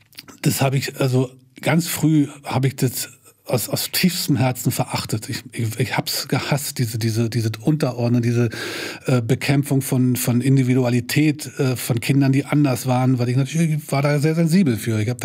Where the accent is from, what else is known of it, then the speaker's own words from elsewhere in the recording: Berlin, Germany; Also 6, 7 Jahre alt und bin dann in so eine klassische DDR-Schule gekommen in Lichtenberg, was ja auch die Hochburg der Stadtsicherheit war.